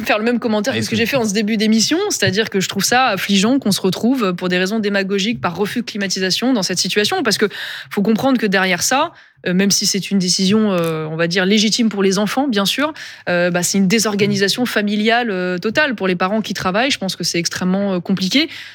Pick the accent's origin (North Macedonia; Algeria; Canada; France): France; en fait, nous sommes des Européens, nous sommes des Français, et donc à ce titre, c'est d'abord en tant qu'Européens et Français qu'on doit raisonner.